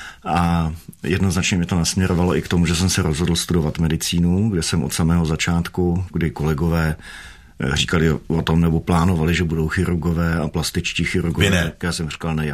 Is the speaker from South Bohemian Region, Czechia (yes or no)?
yes; Tábor, South Bohemian Region, Czechia; zatímco dítě v Táboře mohlo vesele běhat, mohlo vesele lozit na stromy, mohlo vesele dovádět s klukovskou partou. Je to hezké město.